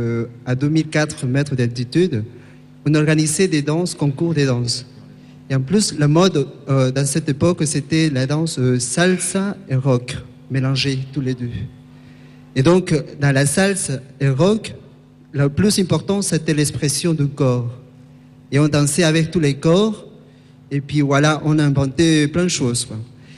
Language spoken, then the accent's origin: French; Peru; moved away; je viens du Pérou, j'ai 30 ans.